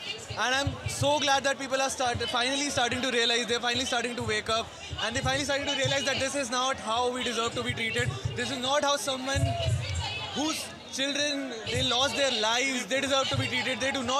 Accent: Delhi, India; I've been born and brought up in Delhi

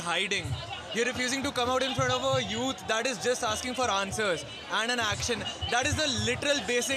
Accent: Delhi, India; I've been born and brought up in Delhi

